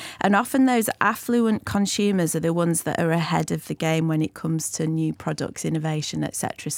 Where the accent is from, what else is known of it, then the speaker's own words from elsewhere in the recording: Leeds, Yorkshire and the Humber, United Kingdom; I was brought up in Leeds